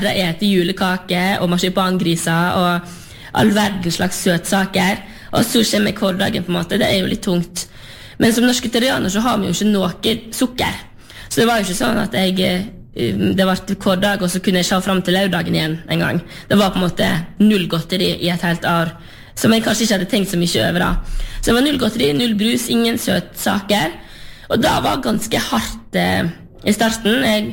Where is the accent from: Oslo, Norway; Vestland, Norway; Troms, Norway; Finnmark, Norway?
Vestland, Norway; Luster; og jeg kommer jo fra Sørheim på sørsiden av Lustrafjorden, og etter hvert som jeg har vært større, så oppdaget jeg jo at verden større enn Sørheim